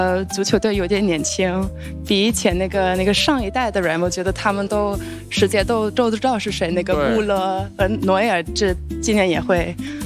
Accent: Germany; Chinese is a second language; now in Beijing, China; 我是德国人。

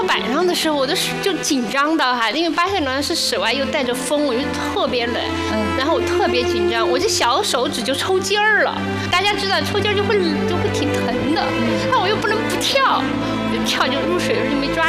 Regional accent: China; 我们中国人

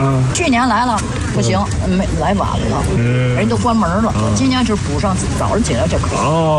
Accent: Tianjin, China; moved away as an adult; also born or lived in Zhangjiakou; 我家是天津的，

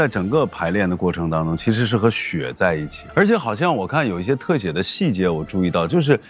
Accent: northern China, China; 我们北方人

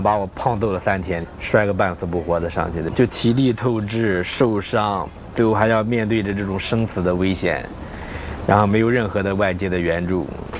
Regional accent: China; 这是我们中国人最有仪式感的事情了

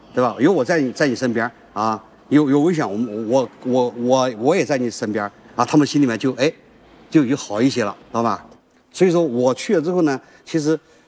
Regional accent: Sichuan, China; 我说我是四川的，啊，低海拔上来的

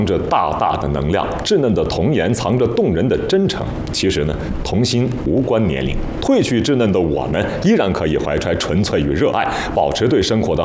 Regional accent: Northeast China, China; 咱们东北人

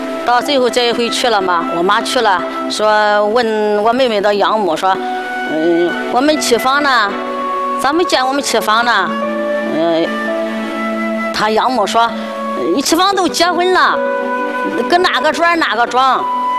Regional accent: Xinye, Henan, China; born there; also born or lived in Jiangbei County, Chongqing, Sichuan; 我们新野县

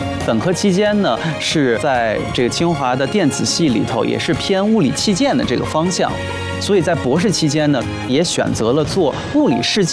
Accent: Beijing, China; 我自己呢是出生在海淀啊，长在海淀。

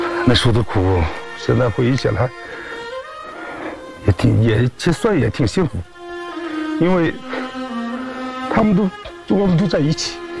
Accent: Inner Mongolia, China; 我七零年出生在巴尔虎草原，76年初我母亲就去世了。

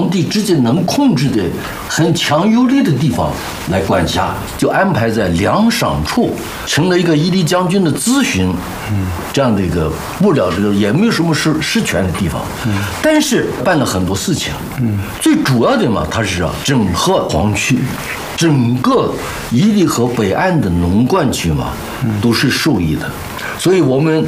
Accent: Hong Kong; born there; also born or lived in Guangzhou; 我出生在香港，解放后就给着翻斗向广州了。

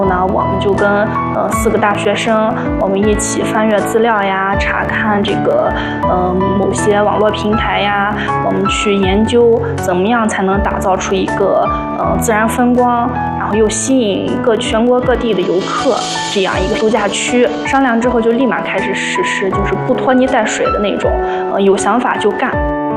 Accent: China; 我从小在林荫黄河边长大的，

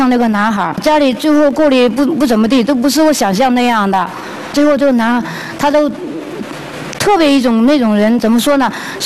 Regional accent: Liuzhou, Guangxi, China; 来自于广西柳州陆家县一个偏僻小农村，今年50岁。

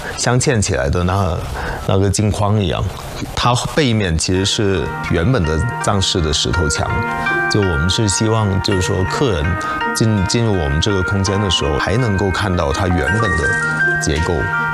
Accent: Guangzhou, Guangdong, China; now in Tibet, China; 我是广州人，然后是81年的，算是个老人家了，对，然后就比较喜欢这边，所以会留在这里

